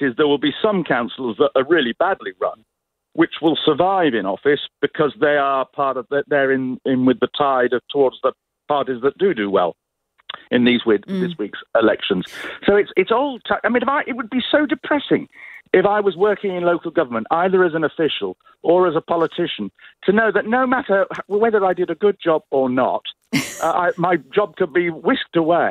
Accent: Stockport, North West England, United Kingdom; now in Wandsworth, London, United Kingdom; When I was brought up in Stockport

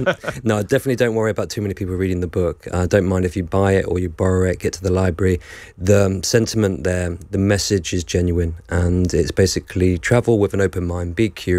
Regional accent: Portsmouth, South East England, United Kingdom; I grew up in Portsmouth, and that's an unfashionable city.

